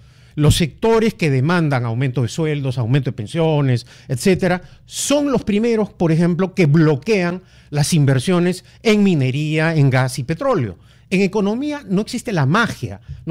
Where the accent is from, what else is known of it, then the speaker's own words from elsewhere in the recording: Peru; Como todo peruano, quiero que este gobierno tenga éxito.